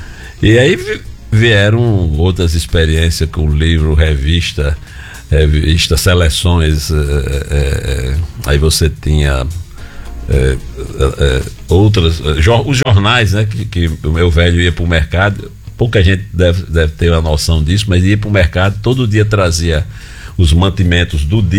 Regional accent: Mossoró, Rio Grande do Norte, Brazil; Eu sou moçoroense há quase 63 anos, né?

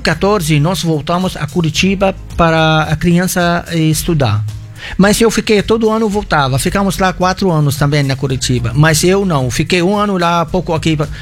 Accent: Lebanon; Portuguese is a second language; moved away as an adult; now in Mossoró, Brazil; Sim, sou libanês de origem e tenho 30 anos no Brasil.

